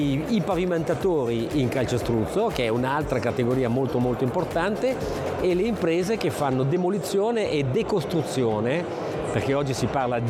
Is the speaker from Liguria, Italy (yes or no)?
yes; Genoa, Liguria, Italy; Noi siamo di Genova